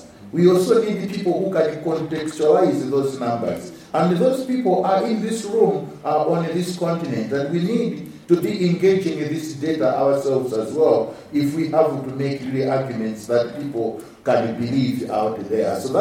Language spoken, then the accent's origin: English; Malawi; I come from Malawi, and we've had fewer challenges for the past getting close to a year now.